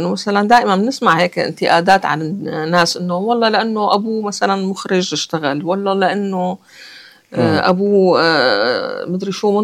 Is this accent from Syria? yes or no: yes; Damascus, Damascus Governorate, Syria; أشرح لهم تاريخ عيلتي كيف كانوا بفلسطين ورجعوا وإجوا على الشام وأنا ولدت بالشام،